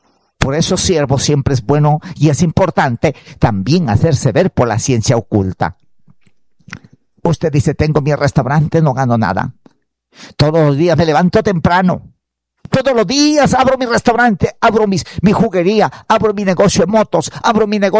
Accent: Huancabamba, Piura, Peru; now in Tarapoto, Peru; Ya, yo no soy de acá de Tarapoto. Yo vengo de la provincia de Huancabamba, Toluce.

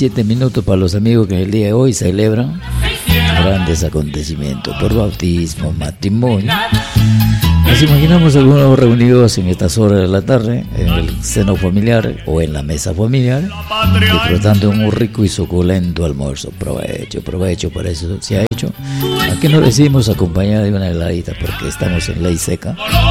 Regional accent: Peru; nosotros como buenos peruanos, orgulloso de difundir nuestra música

